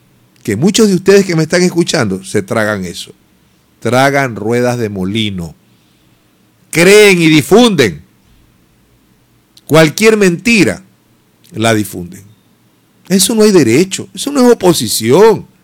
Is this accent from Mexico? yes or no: no; Ecuador; para entendernos como ecuatorianos.